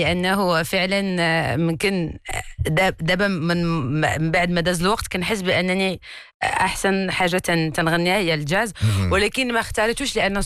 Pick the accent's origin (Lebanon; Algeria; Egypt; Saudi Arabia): Algeria; من الجزائر. نعم. كاينه جمعه مول البلاد اصلا، دونك حنا تما، دونك حنا مول البلاد.